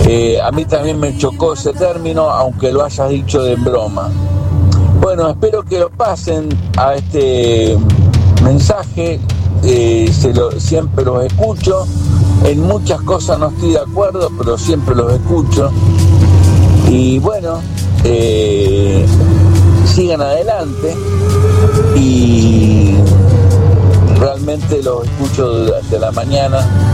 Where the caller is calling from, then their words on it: Santa Fe, Argentina; de Santa Fe.